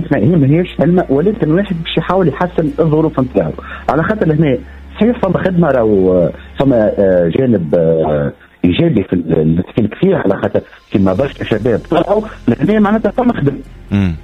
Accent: Tunisia; انا كشاب تونسي عمري 28 سنة

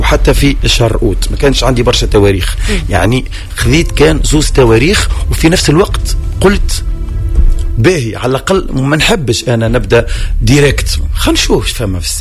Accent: Tunisia; انا كفنان تونسي

